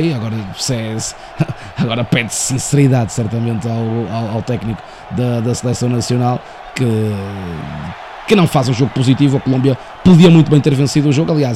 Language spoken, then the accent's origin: Portuguese; Portugal; eu, enquanto português